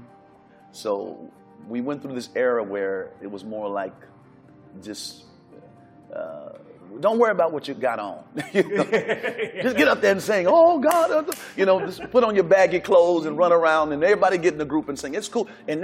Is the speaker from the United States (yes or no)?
yes; Detroit, Michigan, United States; I'm from Detroit. It's the gospel music mecca.